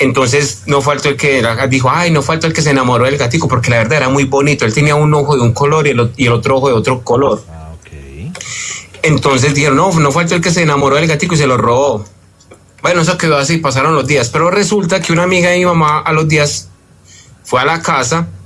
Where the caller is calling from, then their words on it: Medellín, Antioquia, Colombia; Mano, yo soy de Colombia.